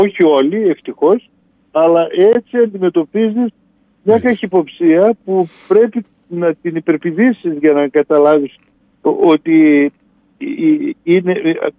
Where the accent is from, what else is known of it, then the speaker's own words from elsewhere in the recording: Serres, Central Macedonia, Greece; γιατί αν φανταστείς ότι κατάγομαι από τις Σέρες και πρέπει να απολογούμε γιατί είμαι από τις Σέρες